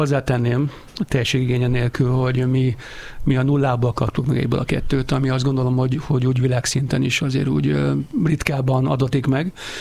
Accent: Budapest, Hungary; Én a 11. kerülethez tartom magam, mert én ott születtem, ott jártam iskolába, Vodába, egyébként meg Erzsébeten laktunk

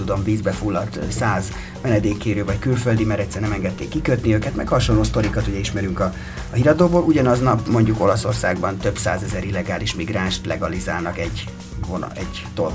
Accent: Hungary; Nem magyar, én magyar vagyok, igen

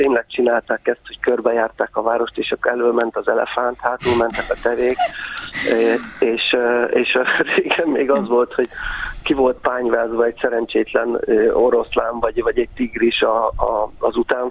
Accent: Budapest, Hungary; Én ilyen több rétegű vidéki budapestiként, ez engem is régóta foglalkoztat, ez a vidékiség, városiságnak a dolga.

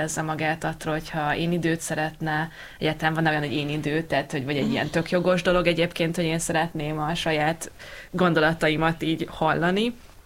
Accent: Hungary; Magyarországon élünk, és itt nőttünk fel

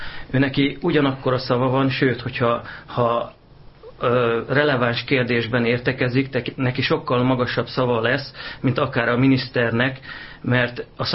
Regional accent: Hungary; mink cigányok, jó magyarok vagyunk

